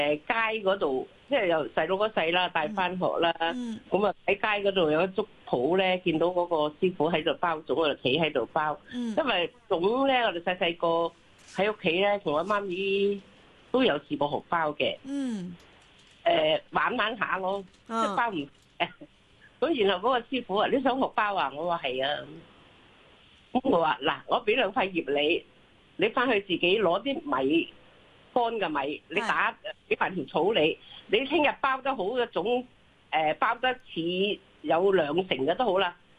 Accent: Zhongshan, Guangdong, China; 我哋系中山人嚟嘅

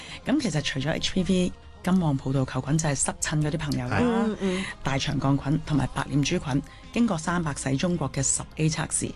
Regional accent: Hong Kong

